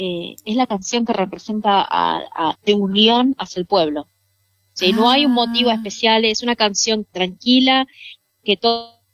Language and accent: Spanish; Argentina; now in England; todos saben que soy la argentina